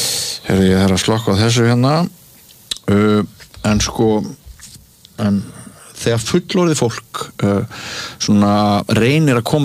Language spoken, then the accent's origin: Icelandic; Mývatnssveit, Northeastern Region, Iceland; þegar ég var barn á skólalóðinni í Mývasveit eða bara leik að kvöldi þá voru slagsmál daglegt brauð